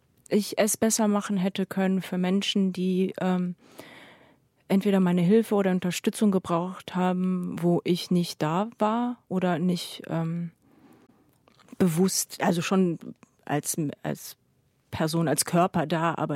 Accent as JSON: {"language": "German", "town": "Sarajevo", "region": "Federation of Bosnia and Herzegovina", "country": "Bosnia & Herzegovina", "tie": "born or raised there", "moved": "yes", "said": "Und das habe ich immer irgendwie, das war immer selbstverständlich für mich, bis ich dann ausgezogen bin aus Sarajevo. Und dann habe ich festgestellt, oh krass, mir fehlen die Berge."}